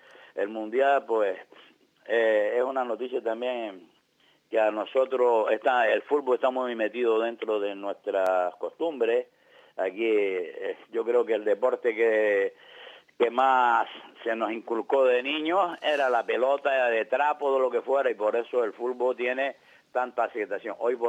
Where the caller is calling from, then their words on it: Canary Islands, Spain; todos nosotros los canarios